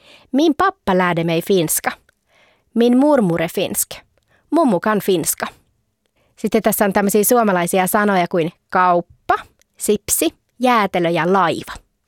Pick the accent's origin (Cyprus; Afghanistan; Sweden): Sweden; Finnish is a second language; Minun isä on suomalainen ja minä olen ruotsalainen. Osaan vain vähän suomea.